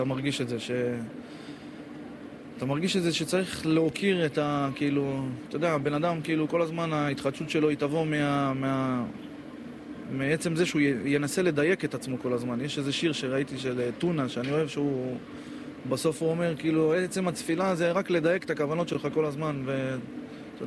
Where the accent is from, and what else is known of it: Nahariya, Northern District, Israel